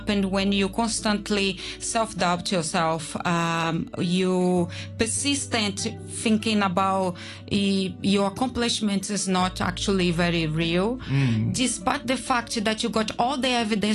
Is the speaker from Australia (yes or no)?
no; Brazil; English is a second language; moved away as an adult; also born or lived in Spain / United Kingdom; I was born and raised in Brazil. Mm-hmm. I lived there for 19 years.